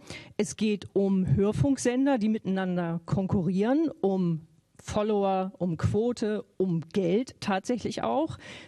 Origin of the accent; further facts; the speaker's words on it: Schleswig-Holstein, Germany; Das ist ursprünglich aus meinem Heimatbundesland, aus Schleswig-Holstein.